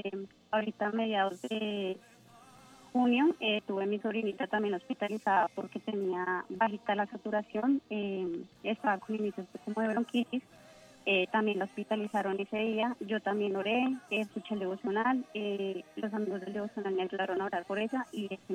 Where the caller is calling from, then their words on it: Soacha, Cundinamarca, Colombia; Estoy aquí desde Soacha.